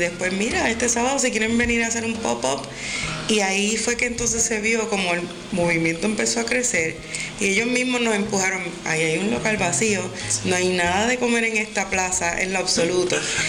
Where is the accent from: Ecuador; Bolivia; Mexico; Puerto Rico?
Puerto Rico; Sabana Grande; yo soy de Sabana Grande, yo trabajaba en Ponce